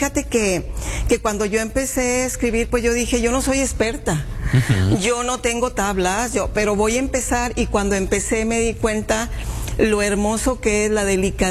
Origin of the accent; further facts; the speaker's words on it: Coahuila, Mexico; also born or lived in Tamaulipas; now in Piedras Negras, Mexico; Llegamos muy chicos a Coahuila, entonces nuestra tierra prácticamente pues es Coahuila.